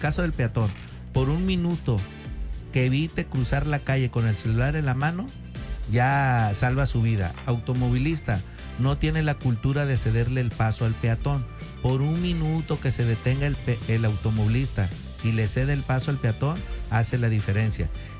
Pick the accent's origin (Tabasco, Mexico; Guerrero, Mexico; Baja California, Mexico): Tabasco, Mexico; now in Puerto Vallarta, Mexico; Yo no soy de Vallarta, soy del estado de Tabasco, tengo 30 años en Vallarta